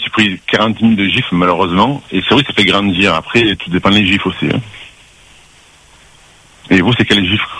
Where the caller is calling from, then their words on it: Marseille, Provence-Alpes-Côte d'Azur, France; Moi, je suis de métropole. Moi, je suis réunionnais par rapport à ma mère. Et je suis de Marseille.